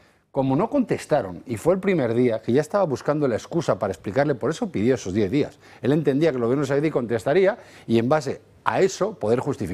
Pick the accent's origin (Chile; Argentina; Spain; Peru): Spain